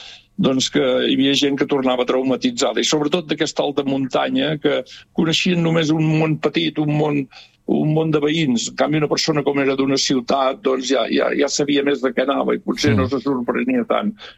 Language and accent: Catalan; Sant Joan de les Abadeses, Catalonia, Spain; Vaig néixer a la Roca, soc fill de Sant Joan de les Abadeses, tu ja ho saps, però pels que no ho sàpiguen, soc fill de Sant Joan de les Abadeses. I des de la Roca, que és una casa de pagès que està entre Sant Joan i el Ripoll